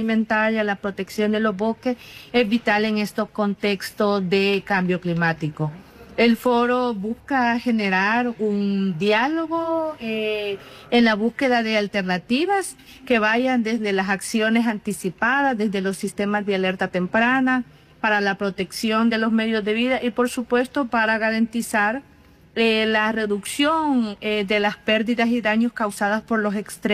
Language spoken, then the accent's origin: Spanish; El Salvador